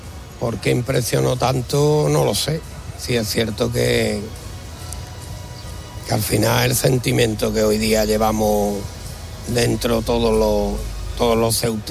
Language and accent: Spanish; Gerena, Andalusia, Spain; lo dice uno que hace 15 días estuve en Sevilla, estuve en mi pueblo, en Gerena